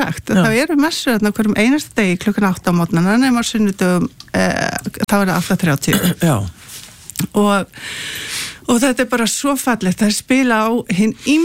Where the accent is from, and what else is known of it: Reykjavík, Capital Region, Iceland; born or raised there